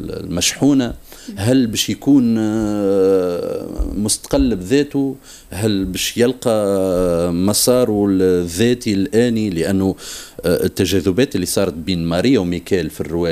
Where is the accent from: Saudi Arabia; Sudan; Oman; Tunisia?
Tunisia; لاني انا ولد تونس مولود لهنا وعايش في مجتمع تونسي